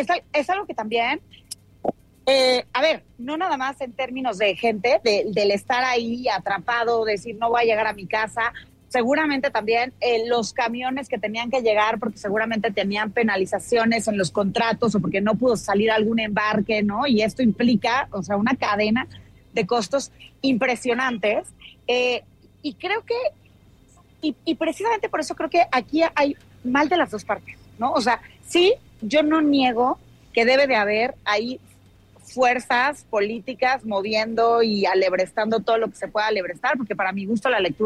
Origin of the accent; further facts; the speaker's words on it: Mexico City, Mexico; yo que soy originaria de la Ciudad de México